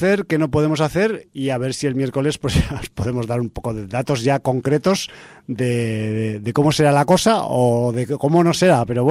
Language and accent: Spanish; Aragon, Spain; yo no soy hijo de la Gran Bretaña, ni lo seré nunca, porque soy hijo de Aragón.